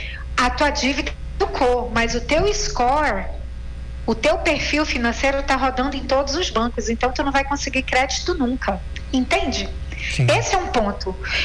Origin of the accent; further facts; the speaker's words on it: Brazil; eu sou brasileira.